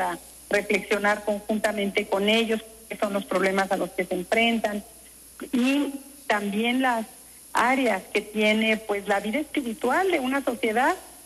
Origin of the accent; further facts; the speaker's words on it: Uruapan, Michoacán, Mexico; un desayuno con mujeres en Uruapan, que me invitan muchas amigas que tengo en mi ciudad natal.